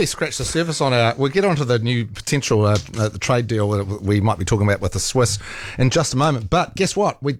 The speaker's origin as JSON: {"language": "English", "town": "Rotorua", "region": "Bay of Plenty", "country": "New Zealand", "tie": "born or raised there", "said": "Funny thing is, when I was growing up, one of the best places to go clubbing was, believe it or not, my hometown, Rotorua."}